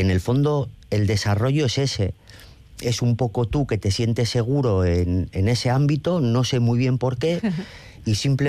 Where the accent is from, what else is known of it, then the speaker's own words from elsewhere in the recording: Ortuella, Basque Country, Spain; yo soy de Ortuella, que es un pueblo pues absolutamente obrero, fruto de la inmigración.